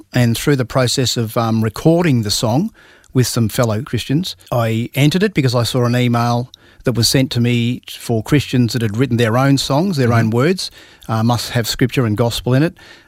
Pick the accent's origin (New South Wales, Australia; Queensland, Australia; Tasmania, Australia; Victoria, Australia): Victoria, Australia; South Caulfield; Well, I grew up in South Caulfield, mm-hmm. which is in Victoria, in a middle-class family.